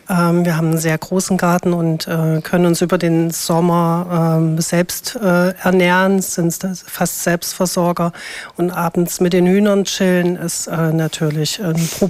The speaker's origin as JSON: {"language": "German", "town": "Apolda", "region": "Thuringia", "country": "Germany", "tie": "born or raised there", "said": "ich bin in Apolda aufgewachsen und arbeite jetzt seit 3 Jahren hier im Landkreis im Pflegekinderdienst und bin froh, in meiner Heimatstadt arbeiten zu dürfen."}